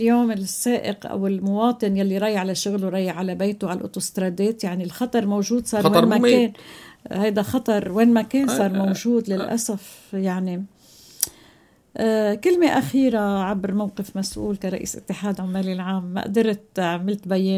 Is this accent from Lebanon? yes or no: yes; Lebanon; نحن كلبنانيين